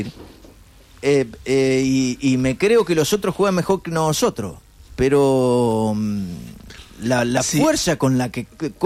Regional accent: Argentina; como argentino va a decir, si ese ya ganamos, nosotros tenemos Messi

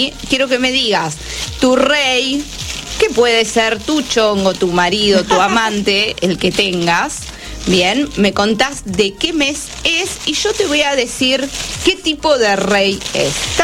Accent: Mar del Plata, Buenos Aires Province, Argentina; yo soy de Mar del Plata y siempre vengo

